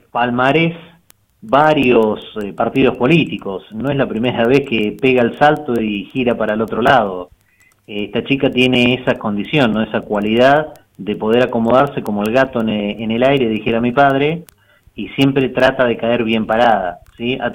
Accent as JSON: {"language": "Spanish", "country": "Argentina", "said": "Nosotros como argentinos"}